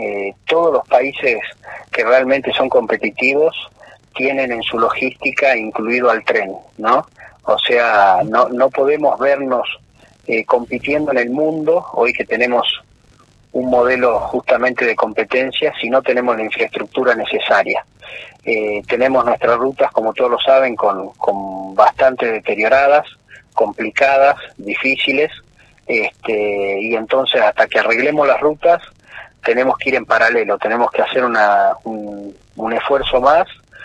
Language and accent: Spanish; Argentina; como argentinos tenemos que lograr competitividad de todas nuestras regiones